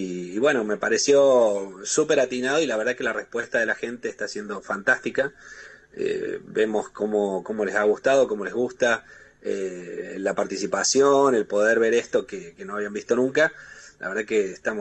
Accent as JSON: {"language": "Spanish", "region": "Córdoba", "country": "Argentina", "said": "Córdoba, que es de donde soy yo"}